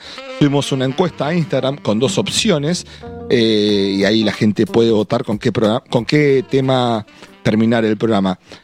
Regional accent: Casilda, Santa Fe, Argentina; born there; por el sur de la provincia de Santa Fe, más precisamente en Casilda, mi ciudad natal, ahí a unos 50 kilómetros de Rosario

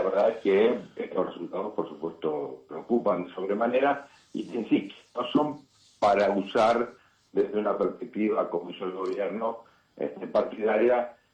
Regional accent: Argentina

